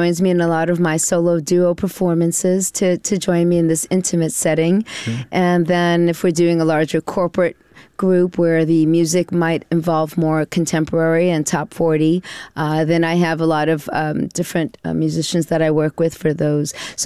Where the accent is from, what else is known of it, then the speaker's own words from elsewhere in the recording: New York City, New York, United States; moved away as an adult; now in Capital Region, New York, United States; I'm from Brooklyn, New York, mm-hmm. born and raised.